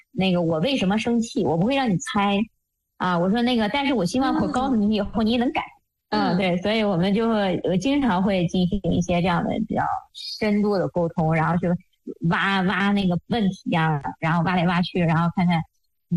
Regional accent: Dalian, Liaoning, China; 因为我是东北人嘛，我是那个辽宁大连

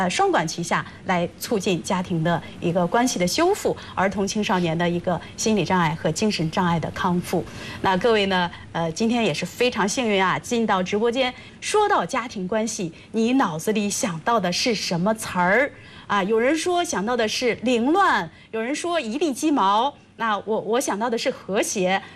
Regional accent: China

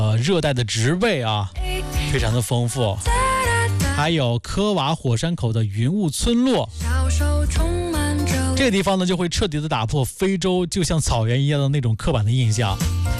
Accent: Hebei, China; 咱们河北人

